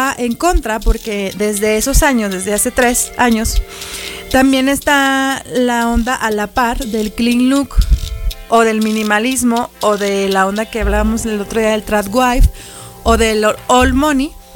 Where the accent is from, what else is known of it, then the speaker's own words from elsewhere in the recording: Mexico; nosotros en realidad somos mexicanos y cada cosa que podemos mostrar es porque es nuestro origen.